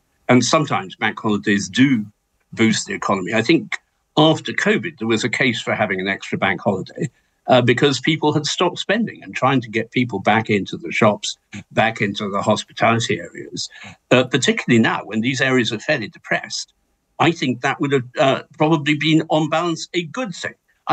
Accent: Malaysia; moved away; I was brought up in Malaysia

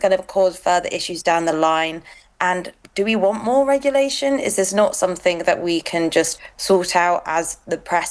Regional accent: United Kingdom; to me as a British citizen.

